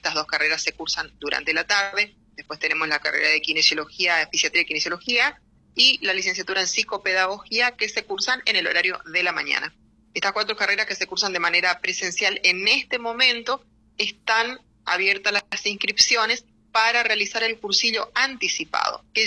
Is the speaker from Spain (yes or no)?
no; Oberá, Misiones, Argentina; born there; Soy oriunda, o sea, nací en Oberá, pero por muchos años la familia vivió en otro lugar, así que bueno, muy contenta de poder estar ahora en mi ciudad natal